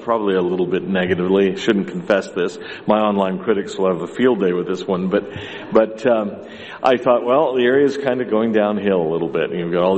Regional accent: California, United States; growing up in Southern California, I noticed there were a lot of places where there were tall palm trees lined up in double rows

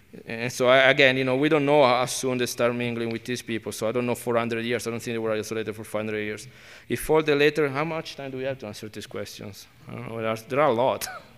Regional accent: Italy; now in Utah, United States; I'm from Italy, and I can go back with my paternal line genealogy for until 1600.

